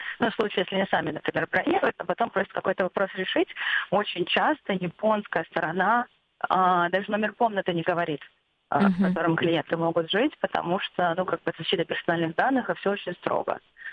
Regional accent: Russia; Я открыто говорю, что я из России, и, ну, так как я говорю по-японски

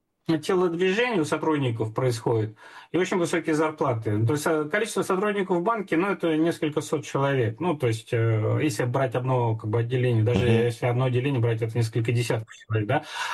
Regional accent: Moscow, Russia; как коренной москвич.

